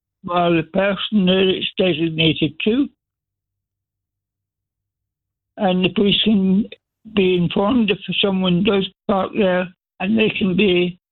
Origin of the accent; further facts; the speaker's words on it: Glasgow, Scotland, United Kingdom; born there; now in London, United Kingdom; I was born in my grandfather's house in Kings Park in South Glasgow.